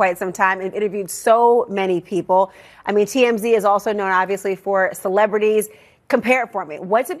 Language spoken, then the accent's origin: English; Minnesota, United States; I'm from Minnesota.